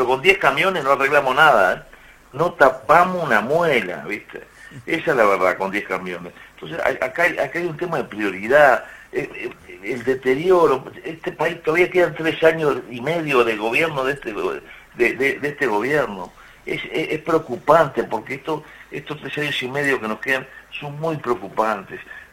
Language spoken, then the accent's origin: Spanish; Durazno, Uruguay; Durazno, nosotros somos de Durazno.